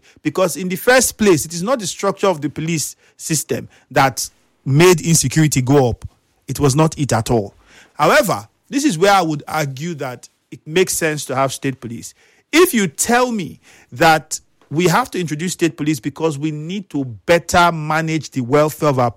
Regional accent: Nigeria; as a Nigerian, speaking as a Nigerian

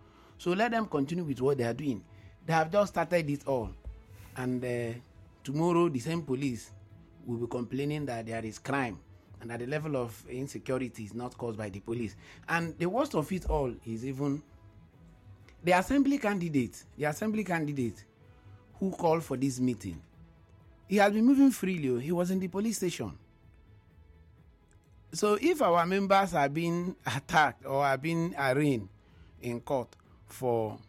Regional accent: Emohua, Rivers, Nigeria; I'm from Emoha local government.

